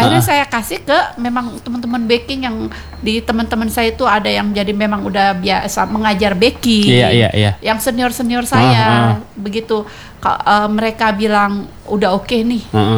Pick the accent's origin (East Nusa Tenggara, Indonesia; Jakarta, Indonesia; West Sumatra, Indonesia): Jakarta, Indonesia; now in Pekanbaru, Indonesia; Saya aslinya dari Jakarta.